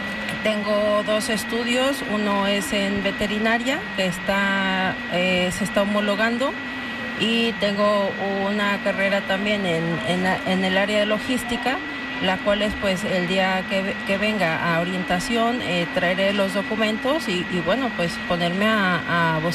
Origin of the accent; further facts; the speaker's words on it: Mexico; also born or lived in Guadalajara / Tijuana; Soy de México.